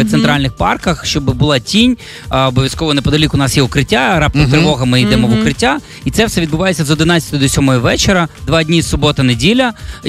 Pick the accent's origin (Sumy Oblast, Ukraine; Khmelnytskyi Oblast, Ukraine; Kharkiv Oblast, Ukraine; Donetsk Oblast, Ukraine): Khmelnytskyi Oblast, Ukraine; Khmelnytskyi; Мій рідний Хмельницький